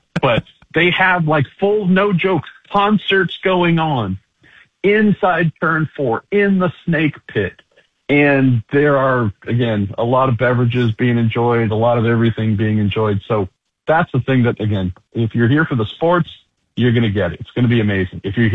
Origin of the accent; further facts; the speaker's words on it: California, United States; So I'm from Northern California where the weather is pretty consistent and consistently beautiful.